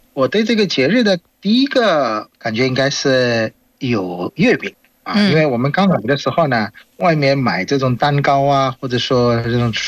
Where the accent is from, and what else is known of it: Bangladesh; Chinese is a second language